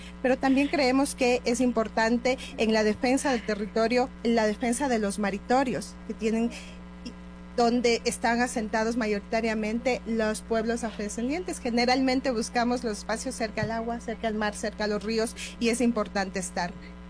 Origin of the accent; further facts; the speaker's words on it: Ecuador; Yo soy ecuatoriana